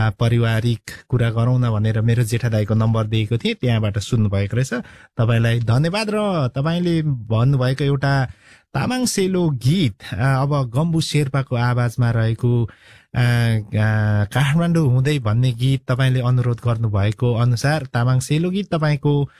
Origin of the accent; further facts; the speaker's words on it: Okhaldhunga, Koshi Province, Nepal; ओखलढुङ्गाको मोलुङ हो भनेर। हजुर, म मोलुङको हो